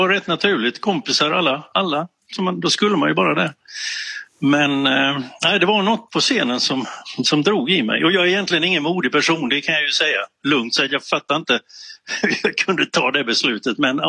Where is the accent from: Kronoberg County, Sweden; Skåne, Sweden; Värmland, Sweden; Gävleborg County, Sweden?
Kronoberg County, Sweden; Älmhult; moved away; jag växte upp i Älmhult